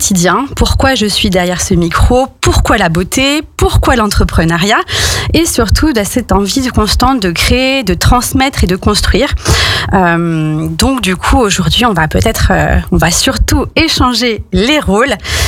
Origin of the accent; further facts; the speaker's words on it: Auvergne-Rhône-Alpes, France; j'ai fait un bac L à Saint-Ambroise, donc je suis une pure savoyarde donc d'ici.